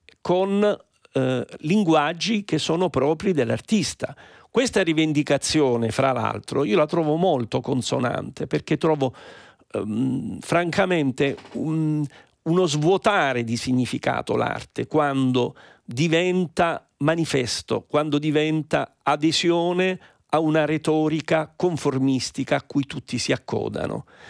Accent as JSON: {"language": "Italian", "town": "Lecce", "region": "Apulia", "country": "Italy", "tie": "born there", "said": "io sono pugliese, sono nato a Lecce"}